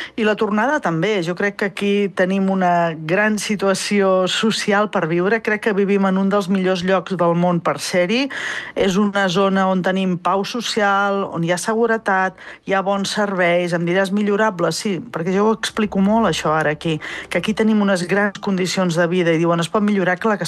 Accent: Reus, Catalonia, Spain; sí, soc de Reus, que consti.

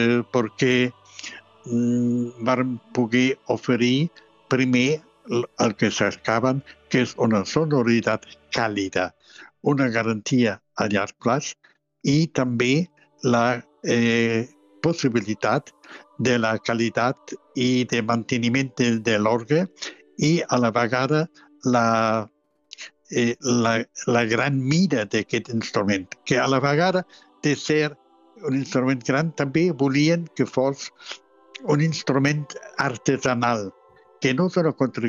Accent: Germany; Catalan is a second language

